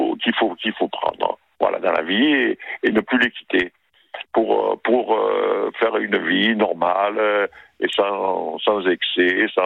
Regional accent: Oran, Oran Province, Algeria; moved away; Moi, quand je suis venu d'Algérie, je suis oranais, vous savez, j'habitais au château de Boisluzy, que tout le monde connaît à Marseille.

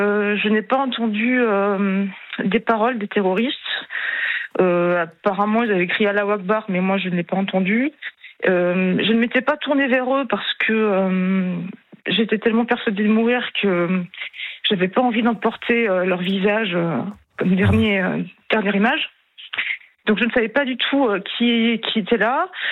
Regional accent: Montpellier, Occitanie, France; je suis originaire de Montpellier.

